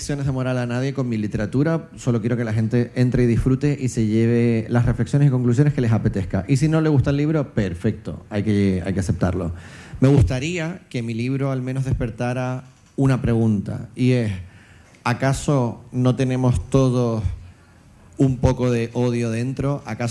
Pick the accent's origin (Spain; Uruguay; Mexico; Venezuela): Spain; Canary Islands; moved away; also born or lived in Latin America; siendo yo un canario que llevo mucho tiempo fuera, pero siendo hijo de gallegos. O sea, soy hijo de pueblos errantes, ¿no? He vivido en América Latina